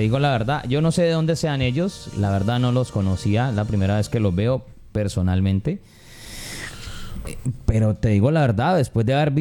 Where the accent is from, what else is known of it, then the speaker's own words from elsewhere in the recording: Cali, Valle del Cauca, Colombia; Uno como caleño podría llegar a decir, uy, mi hermano, venga, no, ¿cómo los defiende uno?